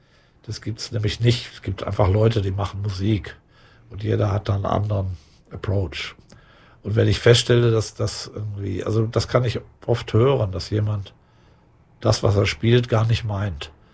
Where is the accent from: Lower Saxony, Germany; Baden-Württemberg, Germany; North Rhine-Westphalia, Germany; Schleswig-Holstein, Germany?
Schleswig-Holstein, Germany; Lübeck; moved away; ich komme ja aus Lübeck, ne? Ich bin so und ich habe mein Leben lang schon Heimweh.